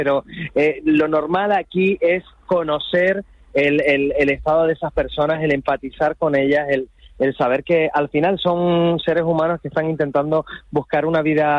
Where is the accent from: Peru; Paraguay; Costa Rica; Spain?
Spain; Las Palmas de Gran Canaria, Canary Islands; now in Lanzarote, Spain; Soy conejero de adopción, porque soy de Gran Canaria, que luego los de mi barrio me van a crucificar. Y yo soy de Tamaraceite